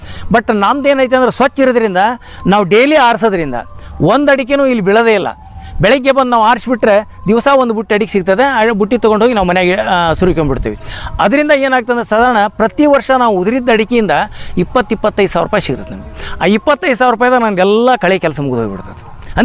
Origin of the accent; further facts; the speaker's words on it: Karnataka, India; ನಮ್ಮೂರು ಚಿಕ್ಕಮಸಿ ಹೊಸೂರು ಅಂತೇಳಿ